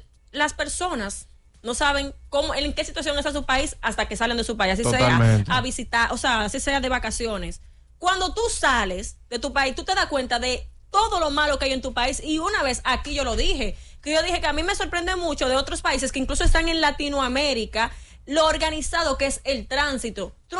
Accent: Dominican Republic; Nosotros como dominicanos

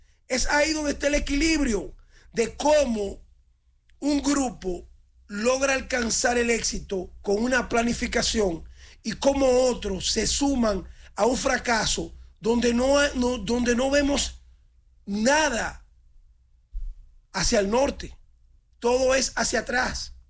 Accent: Dominican Republic

